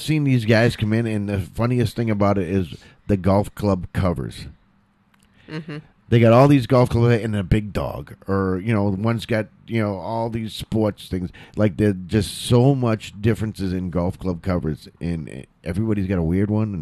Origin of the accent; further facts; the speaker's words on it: Massachusetts, United States; now in New Hampshire, United States; I'm a transplant from Massachusetts.